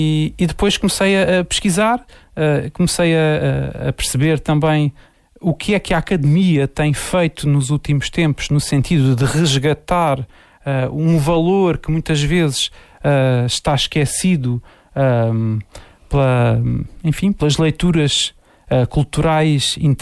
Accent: Silves, Algarve, Portugal; Eu cresci no Conselho de Silves, estudei em Silves

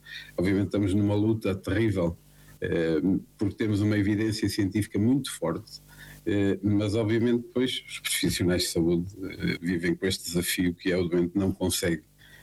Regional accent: Portugal; e eu como português, acho que devo acrescentar valor àquilo que é a indústria nacional de produção de medicamentos

